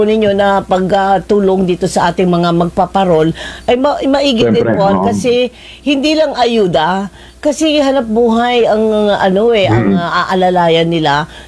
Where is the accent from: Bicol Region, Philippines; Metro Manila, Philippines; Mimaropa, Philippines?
Metro Manila, Philippines; Parañaque; Ako taga-Parañaque. Sa Parañaque.